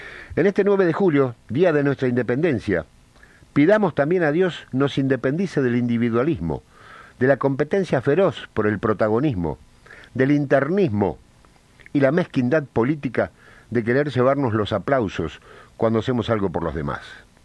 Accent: Argentina

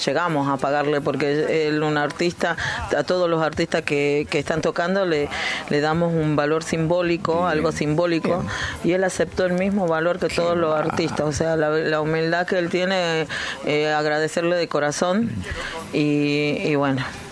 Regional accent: Jujuy, Argentina; Soy jujeña, si me hablas

